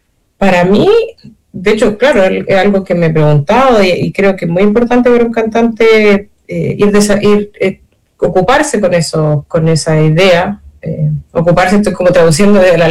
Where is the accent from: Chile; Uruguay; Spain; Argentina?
Chile; como chilena me encantaría cantar en Chile, aquí en Santiago